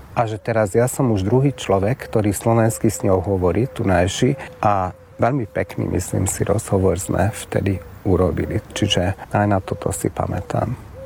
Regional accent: Hungary; ja som tunajší Slovák

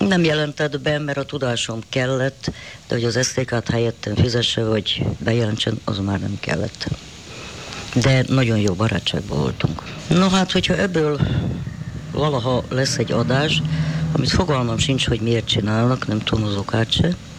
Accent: Transylvania, Romania; now in Hungary; Erdélyi vagyok

